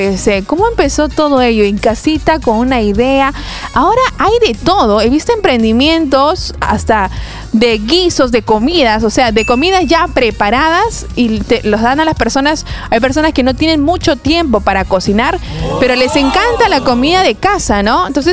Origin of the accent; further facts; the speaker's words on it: Peru; nos caracteriza como peruanos